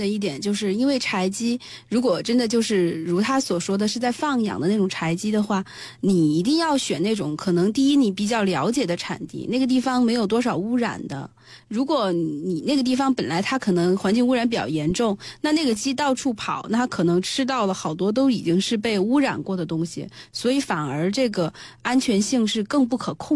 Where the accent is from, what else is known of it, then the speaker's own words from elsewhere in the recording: southern China, China; 像我们也是南方人爱吃白斩鸡